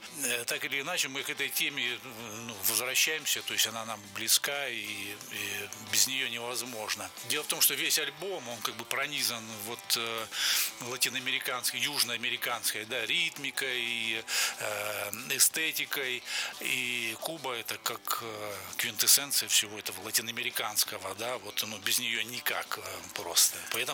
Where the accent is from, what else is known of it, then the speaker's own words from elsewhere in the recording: Donbas, Ukraine; moved away; я родился на Донбассе и провел там детство, юношество